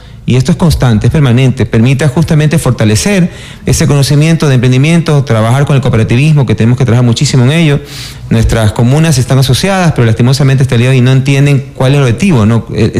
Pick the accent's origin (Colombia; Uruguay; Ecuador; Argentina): Ecuador; Así que me fui a trabajar a Estados Unidos, como muchos ecuatorianos que buscan las oportunidades.